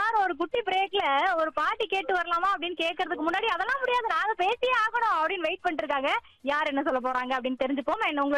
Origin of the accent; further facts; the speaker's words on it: Madurai, Tamil Nadu, India; சரி ஓகே, நம்ம ஊர் மதுரையுமே கூட அப்படிதான்.